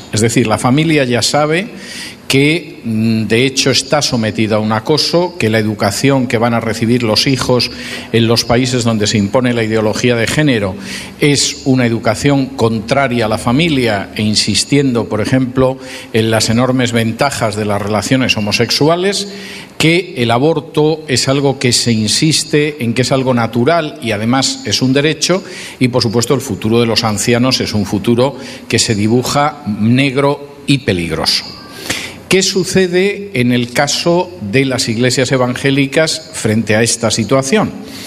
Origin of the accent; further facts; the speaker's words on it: Spain; moved away; en mi país de origen, que es España